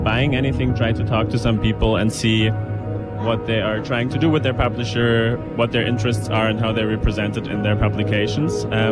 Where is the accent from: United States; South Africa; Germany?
Germany; And since I'm here from Germany, I don't really have the space in my luggage to take anything home.